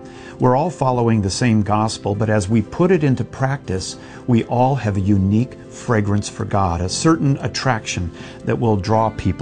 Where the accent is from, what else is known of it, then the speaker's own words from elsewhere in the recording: Minnesota, United States; I remember growing up in Minnesota, I was a big Minnesota Twins fan.